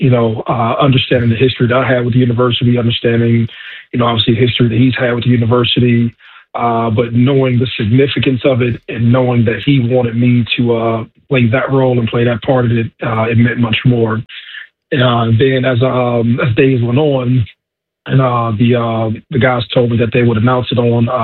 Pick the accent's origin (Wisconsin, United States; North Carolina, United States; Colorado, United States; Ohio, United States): Ohio, United States; Youngstown; I was like, you know, super fascinated and a fanboy of Coach Trussell growing up in Youngstown.